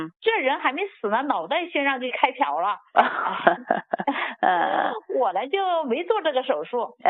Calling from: Wuhan, Hubei, China; 哎，我是武汉的患者啊。

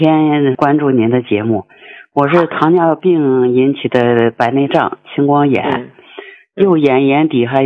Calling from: Hebei, China; 我家是河北的。

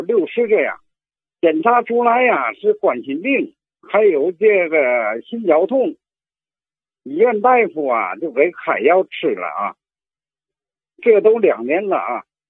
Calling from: Tianjin, China; 我呀，是天津红桥的。

